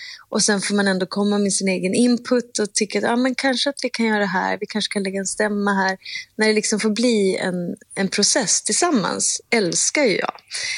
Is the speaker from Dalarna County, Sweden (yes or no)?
no; Umeå, Västerbotten County, Sweden; moved away; also born or lived in Stockholm; Och jag är från Umeå.